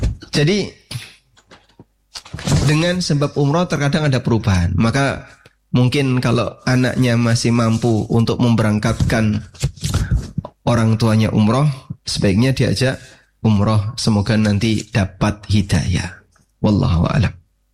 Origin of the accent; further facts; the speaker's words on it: Lamongan, East Java, Indonesia; now in Sleman, Indonesia; kalau saya, Pak, asli Lamongan, tinggal di Sleman, KTP Klaten.